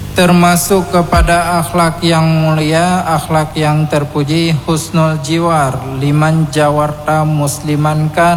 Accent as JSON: {"language": "Indonesian", "region": "Aceh", "country": "Indonesia"}